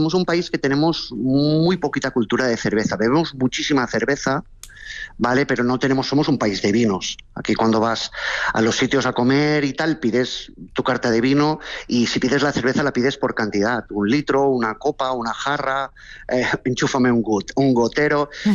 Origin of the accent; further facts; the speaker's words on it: Valencian Community, Spain; nosotros de momento somos valencianos